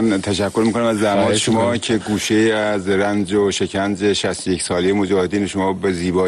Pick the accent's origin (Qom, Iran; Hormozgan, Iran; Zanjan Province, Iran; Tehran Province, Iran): Zanjan Province, Iran; Zanjan; من خودم اهل زنجان هستم.